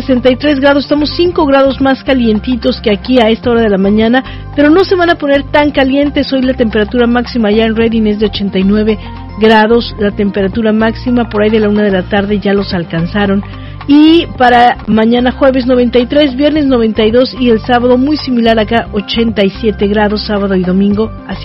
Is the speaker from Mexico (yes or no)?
yes; Mexico; todos los mexicanos, la mayoría somos personas de fe.